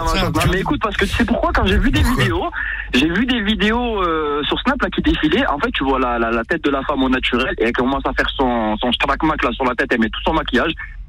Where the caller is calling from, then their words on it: Marseille, Provence-Alpes-Côte d'Azur, France; je suis à Marseille